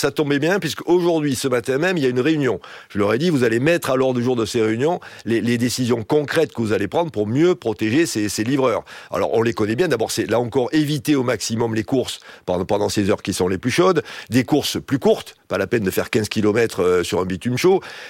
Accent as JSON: {"language": "French", "region": "South-West France", "country": "France", "tie": "born or raised there", "said": "Moi, je suis originaire du Sud-Ouest. Je peux vous dire que 30 degrés, on connaît ça par cœur à Pau, à Tarbes ou à Bayonne."}